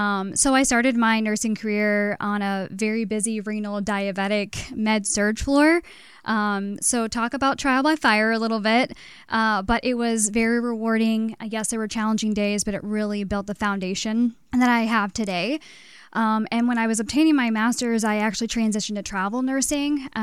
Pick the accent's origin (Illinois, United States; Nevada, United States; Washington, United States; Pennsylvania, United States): Illinois, United States; Eldorado; So I grew up in El Dorado, which is a rural community in Southern Illinois.